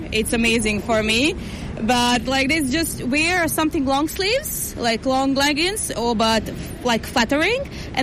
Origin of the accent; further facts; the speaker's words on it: Barbados; It's hot, yeah, but I've experienced hotter because I'm from the tropics, so yeah, exactly.